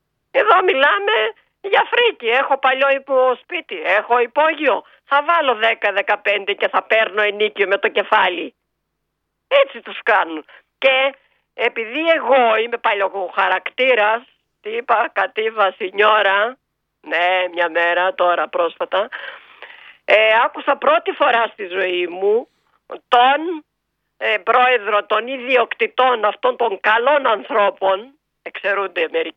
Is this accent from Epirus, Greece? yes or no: yes; Ioannina, Epirus, Greece; ήμουνα τα ωραία Γιάννενα, τρελαίνομαι για τα Γιάννενα, καλά δεν πέφτω κάτω, καθόλου, επειδή είναι η πατρίδα μου.